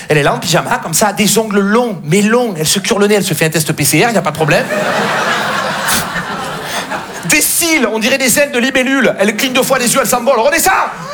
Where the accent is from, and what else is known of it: Marseille, Provence-Alpes-Côte d'Azur, France